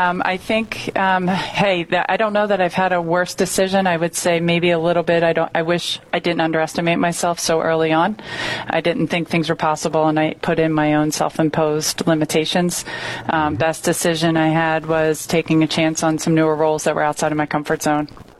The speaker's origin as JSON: {"language": "English", "town": "Springfield", "region": "Pennsylvania", "country": "United States", "said": "I'm from Springfield, Delaware County. I'm one of three, and I'm in the middle, older sister, younger brother."}